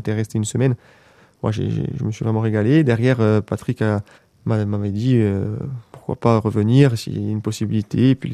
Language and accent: French; Corsica, France; peu importe où on va chez nous, on est Corse.